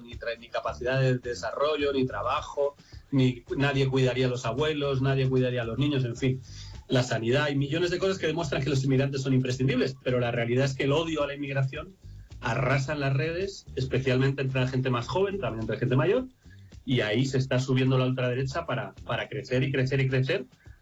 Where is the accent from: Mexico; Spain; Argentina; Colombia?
Spain